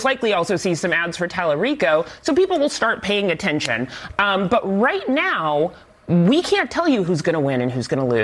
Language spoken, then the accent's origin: English; Texas, United States; there is a bevy of Republicans in my home state of Texas